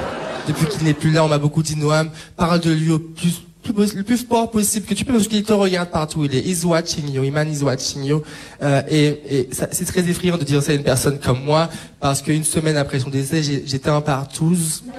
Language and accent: French; Martinique; Et je parle du deuil avec beaucoup de distance parce que je suis martiniquais. Il faut savoir qu'en Martinique, on a une veillée funéraire, on a un enterrement et un after.